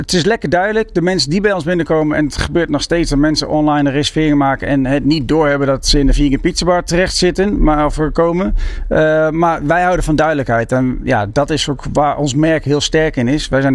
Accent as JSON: {"language": "Dutch", "town": "The Hague", "region": "South Holland", "country": "Netherlands", "said": "Ik kom zelf uit Den Haag."}